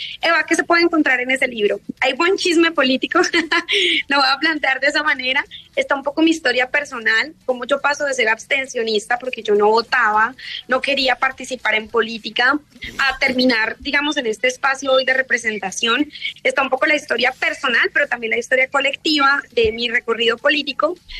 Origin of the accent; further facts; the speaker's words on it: Bucaramanga, Santander, Colombia; now in Bogotá, Colombia; yo soy santandereana y cuento un poco lo que estaba pasando en mi niñez en Santander, en Bucaramanga